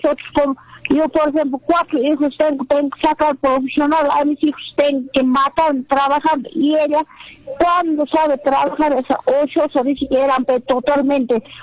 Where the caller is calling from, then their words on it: Lampa, Puno, Peru; Yo soy de Lampa.